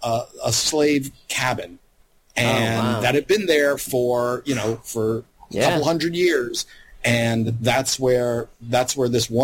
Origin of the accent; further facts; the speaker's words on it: Louisiana, United States; I grew up mostly in Louisiana.